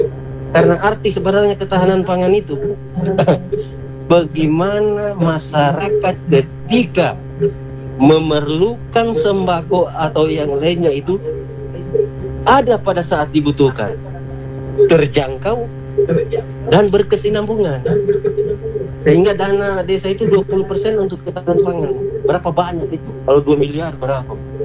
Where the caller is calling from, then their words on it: Kawatuna, Central Sulawesi, Indonesia; Iya, saya dari Kawatuna.